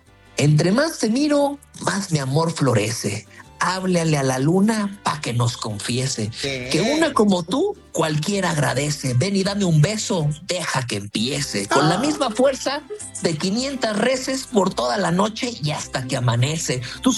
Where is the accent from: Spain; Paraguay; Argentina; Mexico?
Mexico; Cerramos con broche de oro, como buenos mexicanos, creativos y alcahuetes, dicharacheros que somos